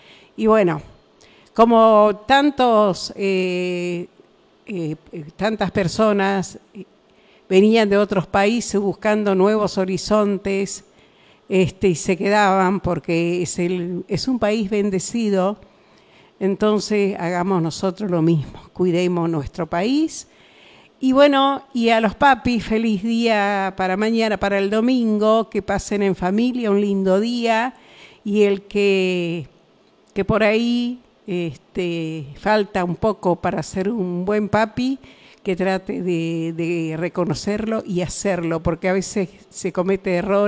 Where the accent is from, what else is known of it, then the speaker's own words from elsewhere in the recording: Argentina; somos argentinos.